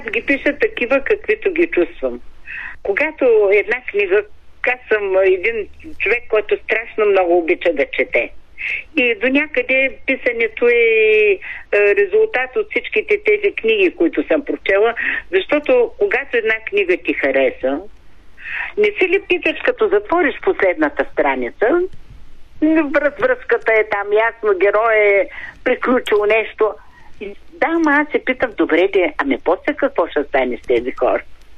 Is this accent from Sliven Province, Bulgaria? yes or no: yes; Sliven, Sliven Province, Bulgaria; Квартал в централен, в един град, Сливен, защото съм от Сливен.